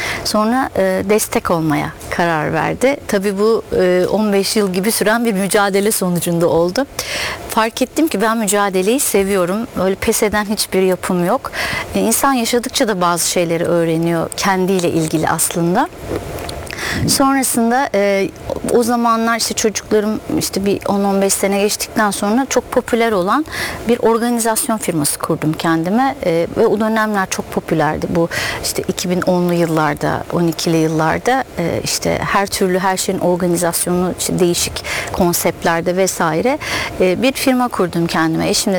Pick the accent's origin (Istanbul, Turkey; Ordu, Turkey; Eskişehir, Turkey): Istanbul, Turkey; 1979 yılında İstanbul'un Üsküdar semtinde mütevazı bir ailenin ikinci çocuğu olarak dünyaya gelmiştir. İlk orta ve lise eğitimi İstanbul'da tamamladıktan sonra şehir dışında bir üniversite deneyimim oldu.